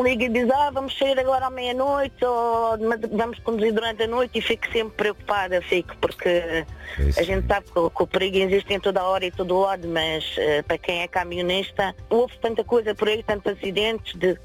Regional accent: Porto Santo, Madeira, Portugal; Eu sou da Ilha do Porto Santo, ele é de Óbidos.

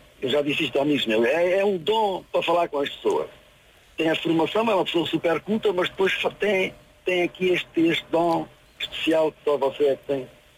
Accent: Estremoz, Alentejo, Portugal; Estremoz mesmo, em Santa Maria.

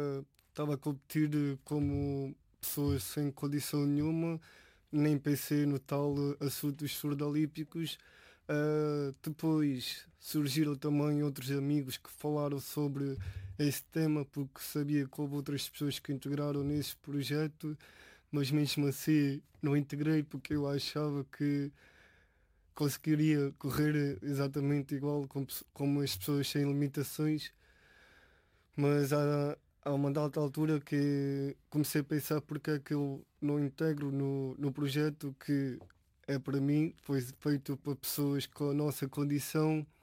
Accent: Elvas, Alentejo, Portugal; now in Évora, Portugal; eu sou atleta surdo, sou leitiano, sou de Elvas, mas neste momento estou a viver em Évora

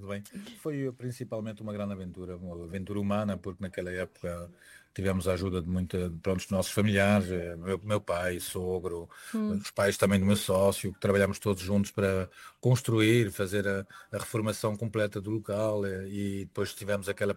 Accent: César, Aveiro, Portugal; era de abrir um Lusitália lá na minha terra, que chama-se a capital. Nós chamamos a capital, mas se chama César mesmo.

